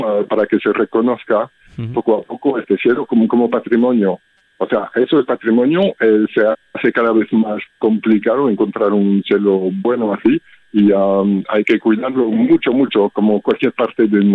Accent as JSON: {"language": "Spanish", "country": "Belgium", "second_language": "Spanish", "lives_now": "Spain"}